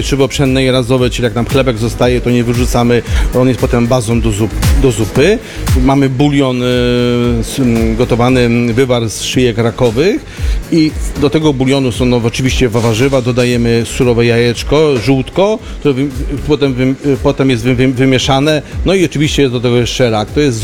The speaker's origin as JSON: {"language": "Polish", "region": "Lower Silesian Voivodeship", "country": "Poland", "tie": "born there", "said": "ja jestem Polakiem, urodziłem się na Dolnym Śląsku, mieszkam na Dolnym Śląsku"}